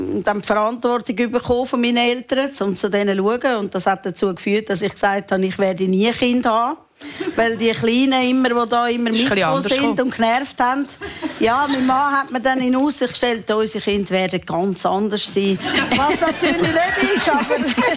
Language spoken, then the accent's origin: German; Switzerland; Ich bin Schweizerin. Ich kenne sehr viele Länder sehr gut